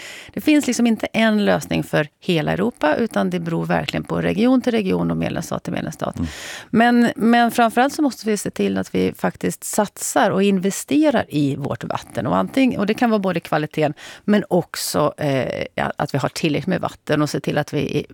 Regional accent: Avesta, Dalarna County, Sweden; Sen är jag uppvuxen i Avesta

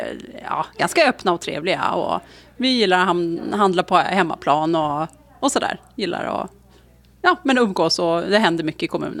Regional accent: Åkersberga, Stockholm County, Sweden; jag är från Åkersberga och jag har ju drivit det här nu i 24 år.

